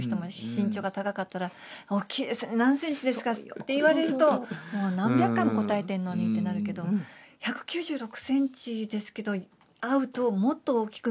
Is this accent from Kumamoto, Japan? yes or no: yes; Kumamoto, Japan; accent: Kumamoto dialect; 最初のうちはもう熊本弁だし